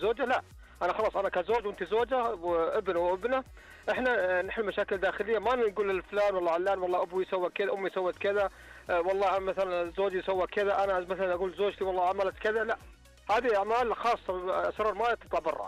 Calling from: Al-Kharj, Riyadh Province, Saudi Arabia; من الخرجة

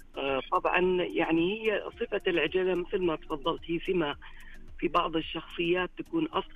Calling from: Riyadh, Riyadh Province, Saudi Arabia

